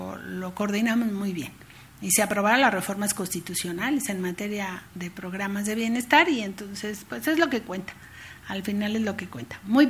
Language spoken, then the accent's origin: Spanish; Mexico City, Mexico; somos aquí chilangos nosotros también